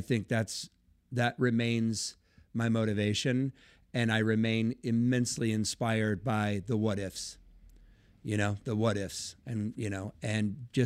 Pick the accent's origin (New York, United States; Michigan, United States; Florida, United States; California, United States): California, United States; moved away; I mean, we're from California.